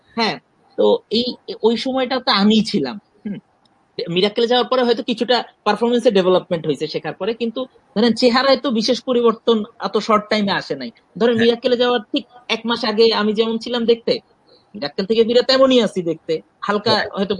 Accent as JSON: {"language": "Bangla", "town": "Dhaka", "region": "Dhaka Division", "country": "Bangladesh", "tie": "born or raised there", "said": "আমি আসলে ঢাকাতেই বড় হয়েছি এবং আমার আমার জীবন যাপন, আমার চিন্তা ভাবনা, আমার কথাবার্তা, আমার জোক, আমার লেখালেখি সব জায়গায় আসলে ঢাকাটাই বেশি। আমি ঢাকার এই যানজট, যান্ত্রিকতা এগুলোর মধ্যেই বড় হয়েছি, বাট আই লাভ লক্ষ্মীপুর আর কি।"}